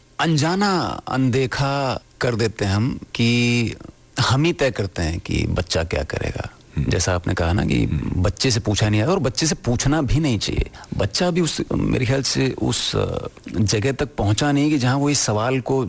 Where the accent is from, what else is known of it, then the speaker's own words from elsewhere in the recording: Delhi, India; मैं दिल्ली में पैदा हुआ, पला बड़ा वहीं पे